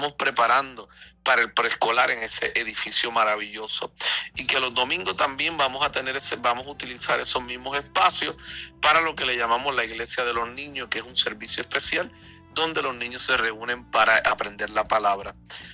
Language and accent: Spanish; Puerto Rico; mi pueblo, al pueblo de Puerto Rico, al pueblo puertorriqueño